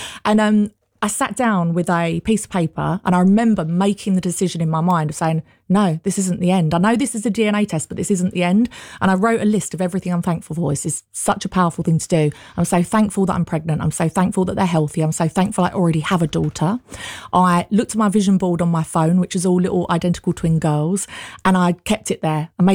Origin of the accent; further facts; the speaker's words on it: Canvey Island, East of England, United Kingdom; moved away as an adult; now in London, United Kingdom; So I grew up in Essex, on Canvey Island.